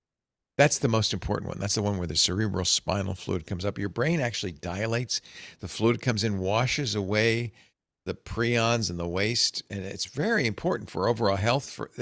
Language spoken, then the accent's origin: English; Providence, Rhode Island, United States; I grew up in Providence, Rhode Island